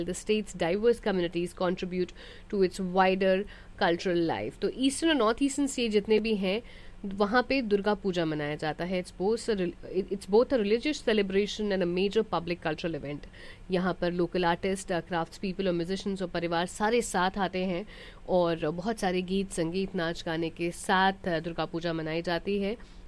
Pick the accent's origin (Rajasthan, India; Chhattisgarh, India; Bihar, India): Bihar, India; मैं बिहार से हूँ